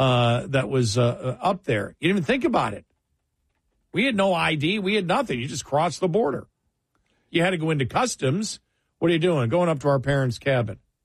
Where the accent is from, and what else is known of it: Buffalo, New York, United States; born there